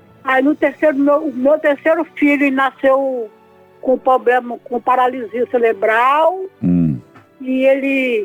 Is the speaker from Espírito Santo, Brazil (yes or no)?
yes; Espírito Santo, Brazil; now in Campos dos Goytacazes, Brazil; É, estado do Rio de Janeiro, mas eu sou natural do Espírito Santo.